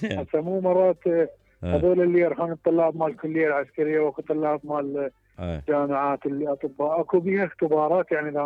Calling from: Baghdad, Baghdad Governorate, Iraq; من بغداد.

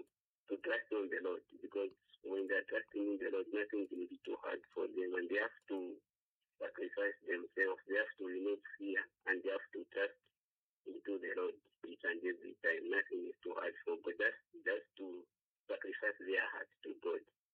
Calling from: Ndola, Copperbelt, Zambia; I'm calling from Ndola.

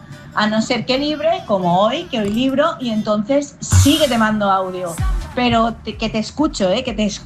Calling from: Valencia, Valencian Community, Spain; de Valencia

